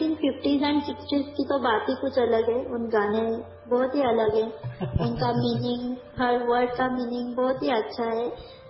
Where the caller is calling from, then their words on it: Pune, Maharashtra, India; Hello, I am … और मैं अभी पुणे से हूँ और मैं बहुत बहुत खुश हूँ कि मैं इस प्रोग्राम का एक पार्ट हूँ अभी आज।